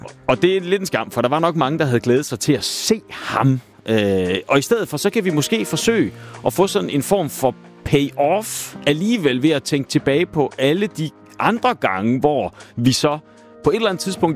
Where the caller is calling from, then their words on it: Viborg, Central Denmark Region, Denmark; Vi kommer fra Viborg.